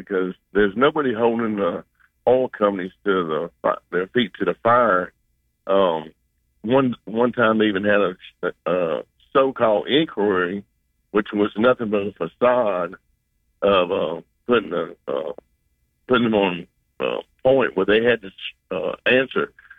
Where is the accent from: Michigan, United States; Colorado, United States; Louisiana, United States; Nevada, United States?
Louisiana, United States; I was raised in Louisiana.